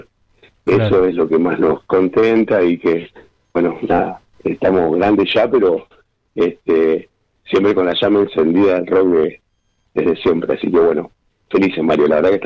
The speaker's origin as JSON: {"language": "Spanish", "town": "El Chañar", "region": "Neuquén", "country": "Argentina", "said": "Nosotros somos del Chañar"}